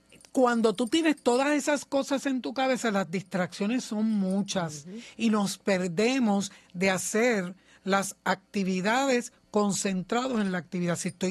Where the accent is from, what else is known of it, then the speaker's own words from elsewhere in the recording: Puerto Rico; Nosotros somos puertorriqueños